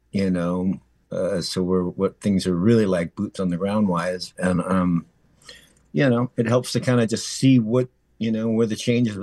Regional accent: Minneapolis, Minnesota, United States; growing up in Minneapolis, it's the most diverse community I can imagine growing up in.

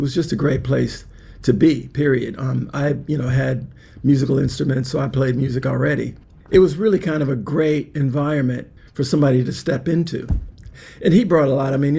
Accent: Minneapolis, Minnesota, United States; growing up in Minneapolis, you know, we had access to not a lot of music because we were in the Midwest.

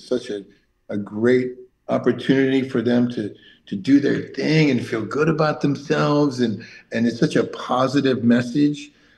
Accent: Bloomington, Minnesota, United States; also born or lived in Richfield; I was born in Bloomington. Lived in Richfield, used to hear them announce the baseball players' names from the outdoor baseball stadium there.

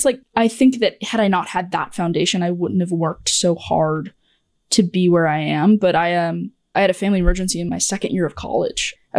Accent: Granite City, Illinois, United States; Yes, I grew up in Granite City. It's right outside of St. Louis. And so usually I just say like, oh yeah, I'm from St. Louis, because if I say Illinois, people think either corn or Chicago.

